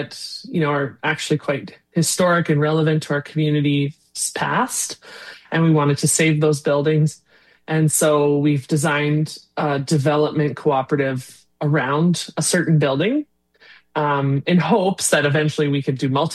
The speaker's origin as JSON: {"language": "English", "town": "Hazlet", "region": "Saskatchewan", "country": "Canada", "tie": "born or raised there", "said": "my base is in the village of Hazlett, which is my hometown and my pride and joy."}